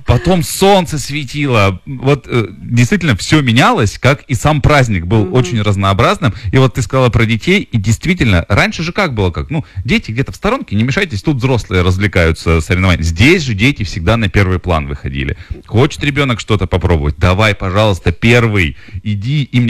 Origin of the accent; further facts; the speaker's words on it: Omsk, Omsk Oblast, Russia; moved away; я родом из Омска, у нас там совершенно другие игры были в детстве